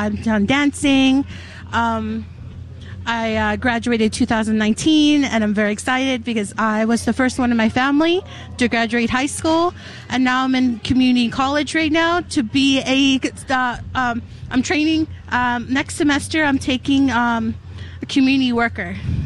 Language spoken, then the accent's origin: English; Pikwakanagan, Ontario, Canada; I'm from Puckettawagon.